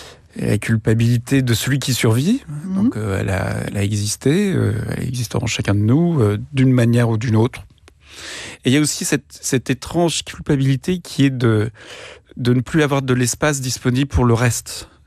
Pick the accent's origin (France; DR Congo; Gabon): France; Centre-Val de Loire; born there; Et je suis né en Indre-et-Loire, dont le numéro de département, c'est le 37.